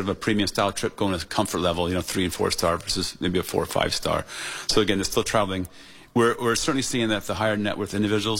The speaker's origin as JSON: {"language": "English", "country": "United States", "said": "And as an American, we have a passion for sports, certainly a passion for soccer, football."}